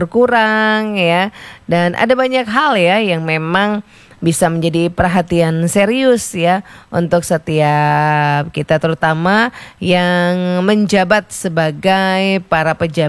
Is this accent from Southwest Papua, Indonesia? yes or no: yes; Sorong, Southwest Papua, Indonesia; sebagai orang Sorong